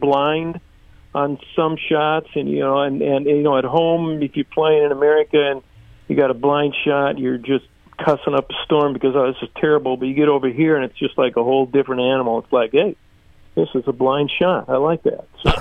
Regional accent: South Dakota, United States; we're from South Dakota.

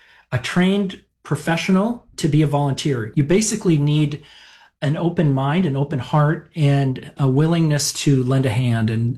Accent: Minnesota, United States; I volunteered with my mom growing up in Minnesota in the 70s.

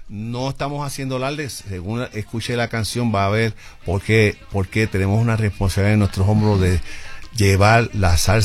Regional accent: Puerto Rico; also born or lived in New York; me siento bien orgulloso siendo un puertorriqueño

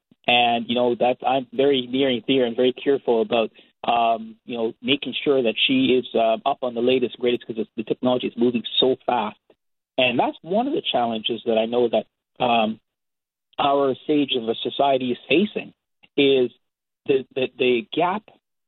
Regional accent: Toronto, Ontario, Canada; I'm from Toronto, Canada.

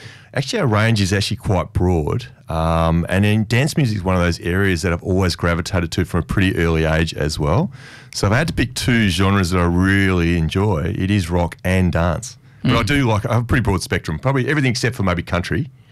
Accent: Perth, Western Australia, Australia; moved away as an adult; also born or lived in United Kingdom; now in Sydney, Australia; I grew up in Perth. So it had about one nightclub.

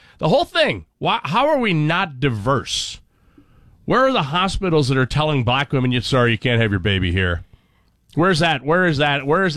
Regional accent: United States; We're American. Just stop it.

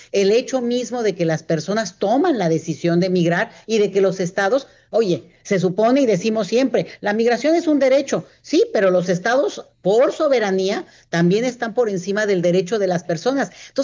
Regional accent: Mexico; y nos incluye como mexicanos, el país de más inmigración migratoria del planeta

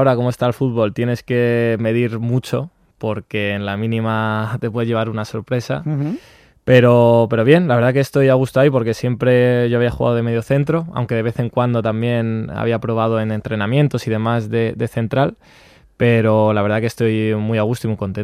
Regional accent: Madrid, Community of Madrid, Spain; now in Alicante, Spain; yo soy de Madrid centro, pero el Leganés también me pillaba cerca de casa, uh-huh. Porque soy del centro, pero un poco hacia el sur.

